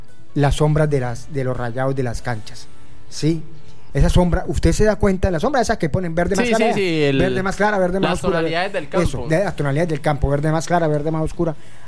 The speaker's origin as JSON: {"language": "Spanish", "country": "Colombia", "said": "somos malos perdedores como colombianos"}